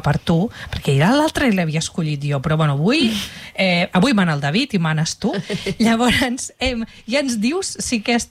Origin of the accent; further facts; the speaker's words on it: Catalonia, Spain; jo soc del Vallès i allà tenim Montcaulamola.